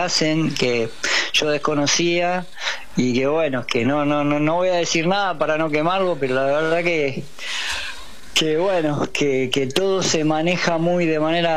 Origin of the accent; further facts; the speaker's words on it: Buenos Aires Province, Argentina; Yo me crié ahí en esa cuadra. En la cuadra, en realidad, Pringles entre Bransen y Matienzo, que era mi abuela.